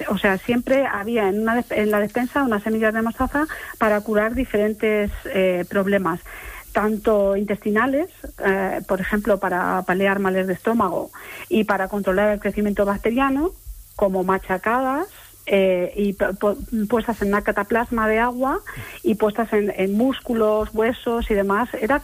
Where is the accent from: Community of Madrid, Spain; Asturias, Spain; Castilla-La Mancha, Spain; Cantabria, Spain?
Castilla-La Mancha, Spain; Toledo; born there; Eso también es un guiño a mi tierra. Yo nací en Toledo y, bueno, el mazapán en Toledo, pues claro.